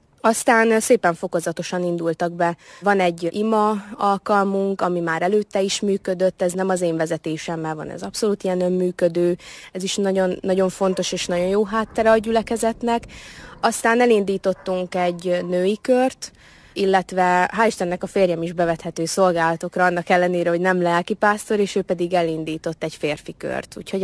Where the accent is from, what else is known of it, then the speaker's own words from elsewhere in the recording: Szabolcs-Szatmár-Bereg, Hungary; moved away as an adult; now in Borsod-Abaúj-Zemplén, Hungary; én szabolcsi gyerek vagyok, tehát Borsodba jönni nekem érdekes volt